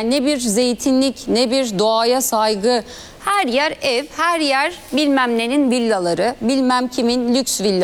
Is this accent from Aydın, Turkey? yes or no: yes; Kuşadası, Aydın, Turkey; Çünkü ben orada büyüdüm mesela.